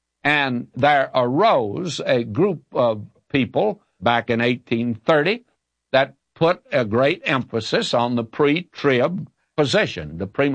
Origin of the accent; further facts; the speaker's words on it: the South, United States; I was raised in the South.